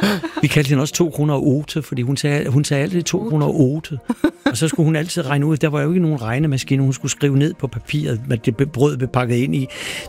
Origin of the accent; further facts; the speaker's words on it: Skive, Central Denmark Region, Denmark; hjemme i Skive.